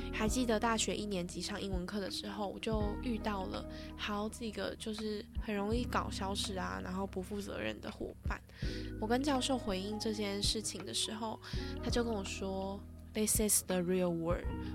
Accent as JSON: {"language": "Chinese", "region": "Kinmen County", "country": "Taiwan", "said": "大家都知道我来自金门，这个小岛"}